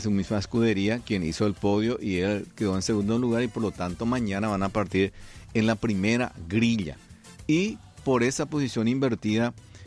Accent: Paraguay; pensé como paraguayo que lo más probable es cuña caraíma

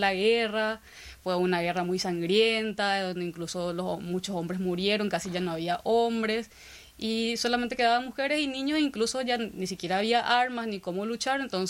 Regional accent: Luque, Central, Paraguay; Yo soy de Luque, soy de la ciudad de Luque.

